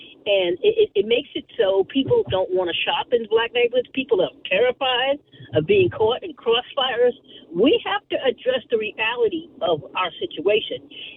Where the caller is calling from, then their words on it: New York, United States; I'm a New Yorker and I'm from a Trinity background.